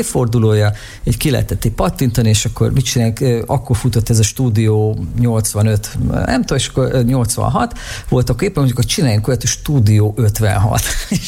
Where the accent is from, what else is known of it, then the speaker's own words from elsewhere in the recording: Battonya, Békés, Hungary; now in Budapest, Hungary; szülővárosomban nem sok esemény zajlott, kisváros Békés megyében